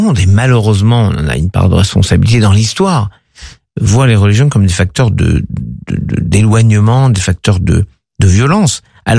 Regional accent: France

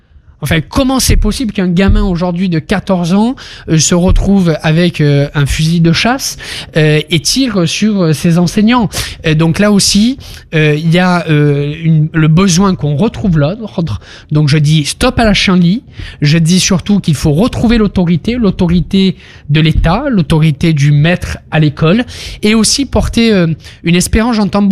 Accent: Marseille, Provence-Alpes-Côte d'Azur, France; gamin, quand je jouais au foot, à Marseille

